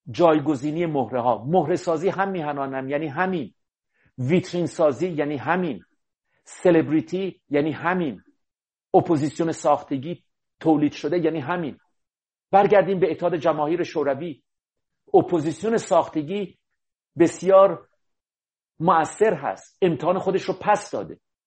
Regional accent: Iran

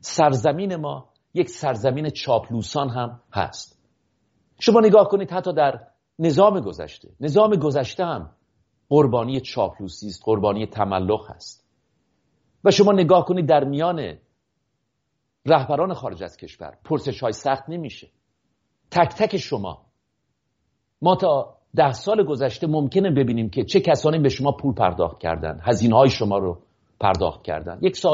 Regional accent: Iran

